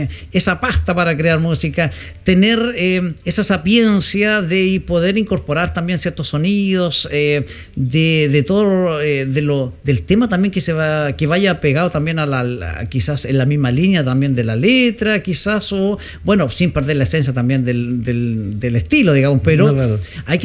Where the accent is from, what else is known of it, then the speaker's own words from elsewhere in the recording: Chile; no uno como chileno